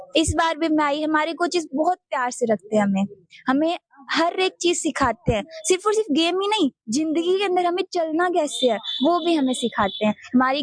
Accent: Sri Ganganagar, Rajasthan, India; मैं श्री गंगानगर राजस्थान से बिलोंग करती हूँ।

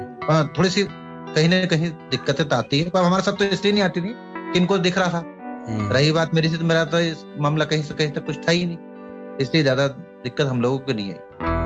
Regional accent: Madhya Pradesh, India; born there; moved away; मुश्किल से मेरा गांव 20 किलोमीटर भी नहीं है

